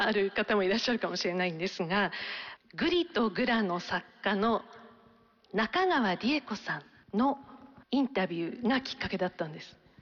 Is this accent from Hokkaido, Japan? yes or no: yes; Sapporo, Hokkaido, Japan; moved away as an adult; now in Tokyo, Japan; 私は札幌で育ったので